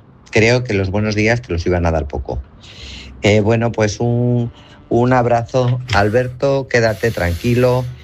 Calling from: Guadalajara, Castilla-La Mancha, Spain; de Guadalajara

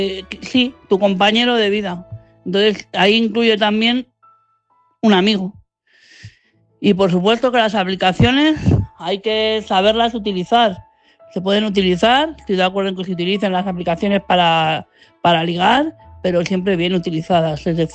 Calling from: Madrid, Community of Madrid, Spain

